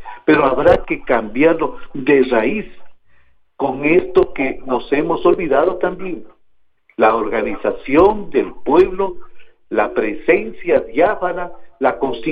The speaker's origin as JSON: {"language": "Spanish", "region": "Loja", "country": "Ecuador", "said": "los intereses legítimos que tenemos los lojanos como ecuatorianos."}